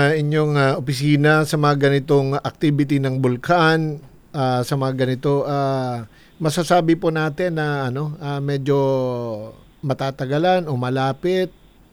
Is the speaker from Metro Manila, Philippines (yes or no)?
no; Santo Domingo, Bicol Region, Philippines; ako po ay taga San Antonio, Santo Domingo, Albay.